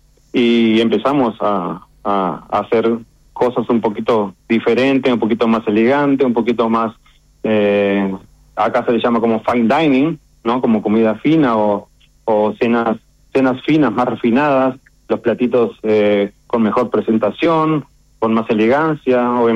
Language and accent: Spanish; Uruguay; now in Utah, United States; yo siempre digo, soy uruguayo, soy latino, me siento orgulloso de haber traído este reconocimiento a Utah